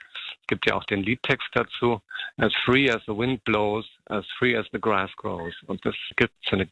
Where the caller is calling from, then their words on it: Munich, Bavaria, Germany; Ich bin in München auf dem Balkon